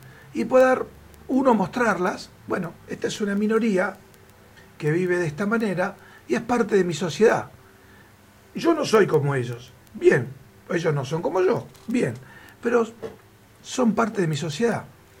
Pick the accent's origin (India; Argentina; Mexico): Argentina; Patagonia; soy de Comodoro, soy de algún lugar de Patagonia